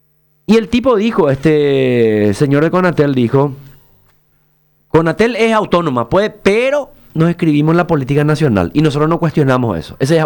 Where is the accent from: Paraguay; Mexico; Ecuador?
Paraguay